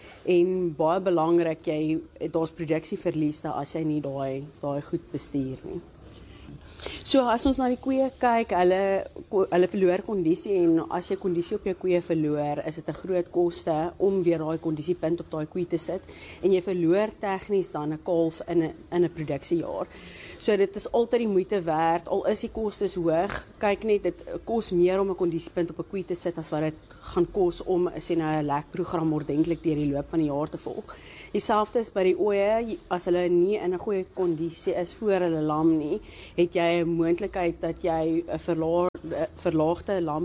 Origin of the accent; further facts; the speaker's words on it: Pretoria, Gauteng, South Africa; ek kom van Pretoria af. Ek is gebore en getoe daar al my universiteitsloopbaan, alles het ek daar gedoen.